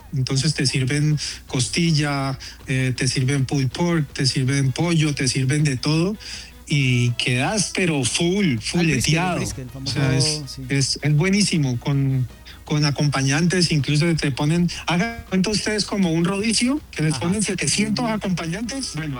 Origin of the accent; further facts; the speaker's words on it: Colombia; obviamente somos colombianos, somos futboleros